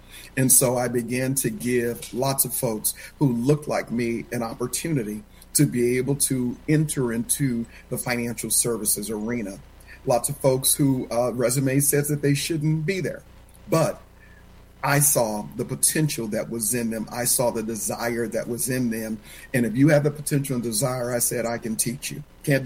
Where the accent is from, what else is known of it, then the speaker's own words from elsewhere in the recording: Oakland, California, United States; looking at more money than this young black kid growing up in East Oakland had ever seen in my life.